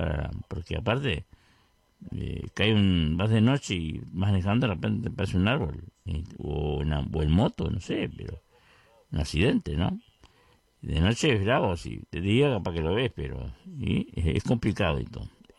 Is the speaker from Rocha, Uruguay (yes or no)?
no; Vergara, Treinta y Tres, Uruguay; Ahí está Vergara, nuestro querido pueblo Vergara, donde yo nací, me crié. Me crié entre comillas porque todavía estoy en eso, ¿no?